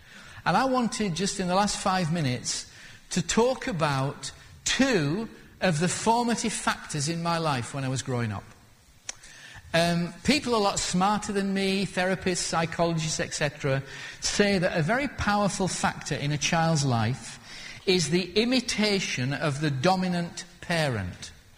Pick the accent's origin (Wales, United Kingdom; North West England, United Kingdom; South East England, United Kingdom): North West England, United Kingdom; Lancaster; I was born in 1946, and I grew up in Lancaster. And I grew up in the roughest part of Lancaster. It's called Skirton.